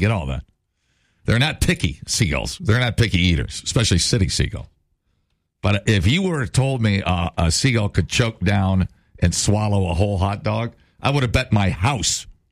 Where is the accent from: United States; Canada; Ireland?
United States; I'm an American.